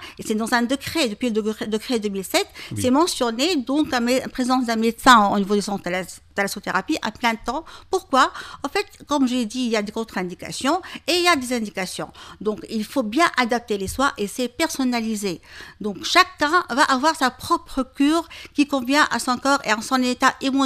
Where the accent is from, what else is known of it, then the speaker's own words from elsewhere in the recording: Tunisia; Et là, c'est un plus chez nous en Tunisie. On a ce sens d'empathie et surtout d'écoute et de convivialité.